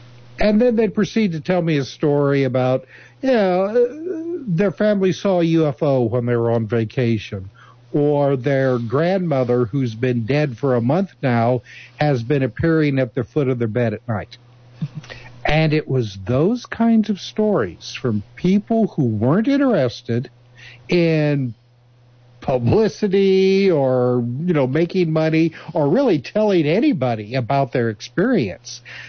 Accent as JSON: {"language": "English", "region": "Indiana", "country": "United States", "tie": "born or raised there", "said": "You know, born and raised in Indiana, I was interested in, you know, like race cars, Indianapolis 500"}